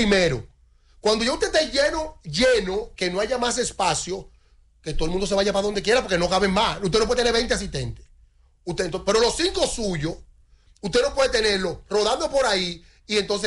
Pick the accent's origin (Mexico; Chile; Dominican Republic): Dominican Republic; dominicano que.